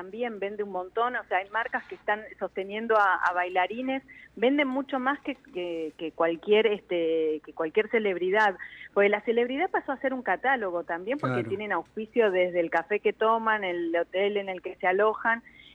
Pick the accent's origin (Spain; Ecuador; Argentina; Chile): Argentina; nosotros creo que como argentinos tenemos que hacer algo con el tema de los calces